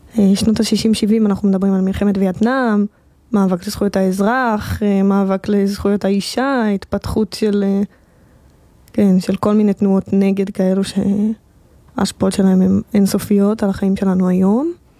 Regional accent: Pardes Hanna-Karkur, Haifa District, Israel; moved away; also born or lived in Mitzpe Ramon; אני גדלתי בפרדס חנה כרכור, אחר כך עברתי למצפה רמון

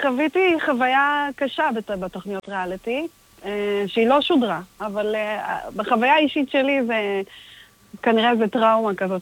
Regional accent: Karmei Yosef, Central District, Israel; now in Rehovot, Israel; במקור אני מיישוב קהילתי ופסטורלי בשם קרני יוסף, אם אתה מכיר, במרכז.

